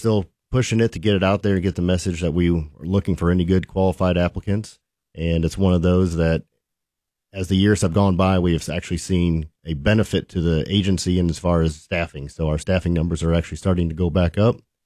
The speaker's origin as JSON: {"language": "English", "town": "Fort Wayne", "region": "Indiana", "country": "United States", "tie": "born or raised there", "said": "So I'm from Fort Wayne, Indiana, is where I grew up and born and raised."}